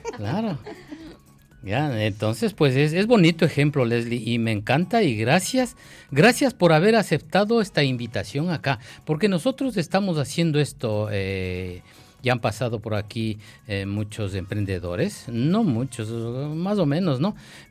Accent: Ecuador; moved away; Somos aquí ecuatorianos la mayor parte

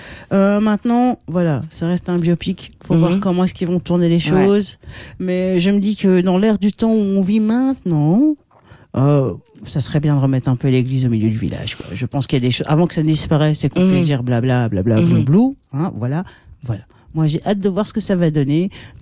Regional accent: Belgium; chez nous en Belgique

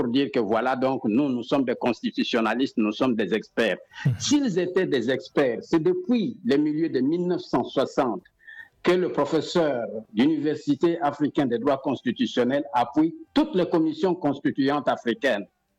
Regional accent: DR Congo; 2011 chez nous au Congo

